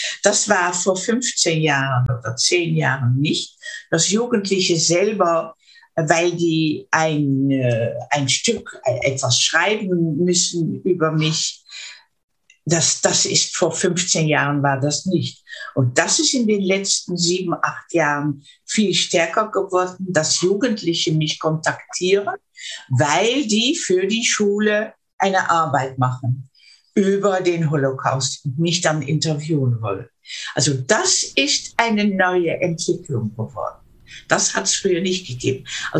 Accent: Netherlands; German is a second language; ich bin ja Niederländerin, ne, nicht, ab und zu ist es nicht so einfach, um mich auf Deutsch richtig auszudrücken.

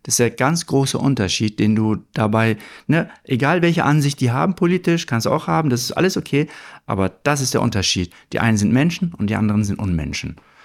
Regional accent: Germany; Ich bin ja aufgewachsen in Deutschland

